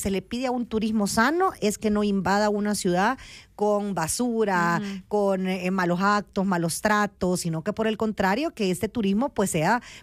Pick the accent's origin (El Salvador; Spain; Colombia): El Salvador